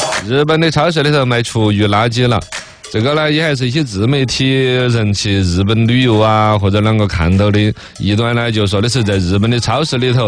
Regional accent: China; 就我们中国人吃的啥子内脏啊，像我们吃的鸭肠啊、毛肚啊

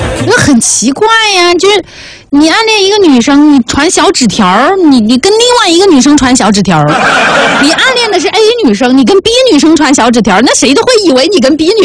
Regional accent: Chongqing, China; moved away as an adult; 大学毕业之后我就先回到我的老家，回到重庆

